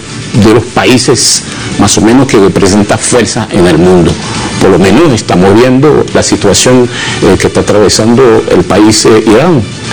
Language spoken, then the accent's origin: Spanish; Haiti